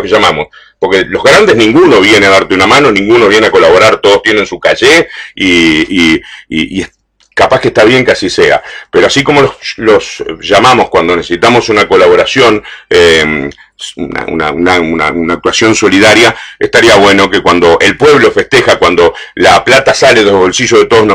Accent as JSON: {"language": "Spanish", "town": "Empalme Olmos", "region": "Canelones", "country": "Uruguay", "tie": "born or raised there", "said": "soy nativo y criado en ese pueblito de Empalme Olmos"}